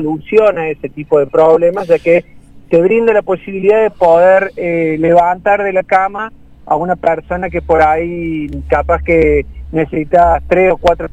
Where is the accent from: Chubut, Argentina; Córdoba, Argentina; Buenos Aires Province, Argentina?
Córdoba, Argentina; Yo me considero un emprendedor cordobés.